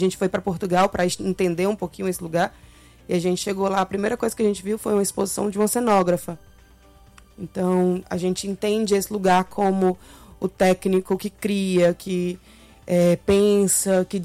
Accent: Ceará, Brazil; E eu sou cearense, Clebson é cearense, nascidos e criados.

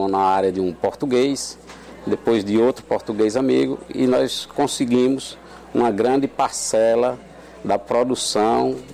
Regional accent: Crato, Ceará, Brazil; moved away as an adult; sou natural do Crato. Em 1997, eu vim implantar um projeto de coco na fazenda de um tio meu, aqui na cidade de Trairi, a 120 quilômetros de Fortaleza.

